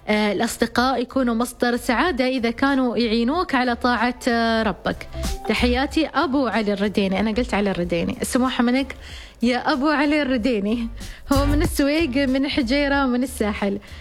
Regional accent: Oman; نحن العمانيين والإماراتيين اللي نقول حادر وساند

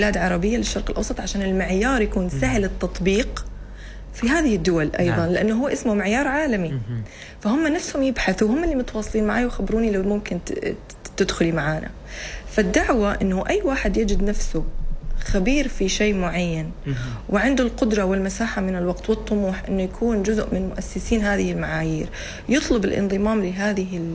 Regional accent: Oman; انا كنت من عمان

